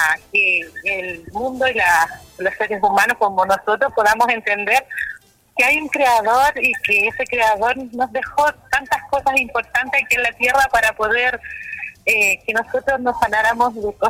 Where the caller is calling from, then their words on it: Maipú, Santiago Metropolitan Region, Chile; yo soy de Maipú.